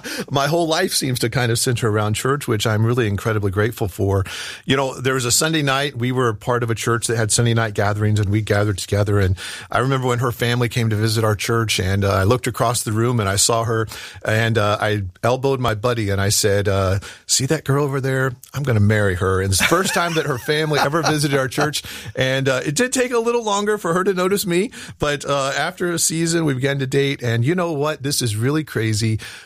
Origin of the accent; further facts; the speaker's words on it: Ohio, United States; Well, I grew up in Southwest Ohio. My family moved there in 1971, and we joined a wonderful church there, Crestview Baptist Church, and I grew up there.